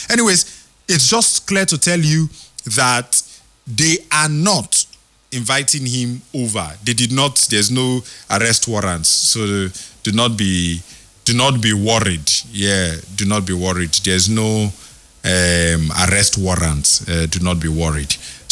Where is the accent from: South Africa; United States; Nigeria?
Nigeria; I will always be seen as a Nigerian, number one.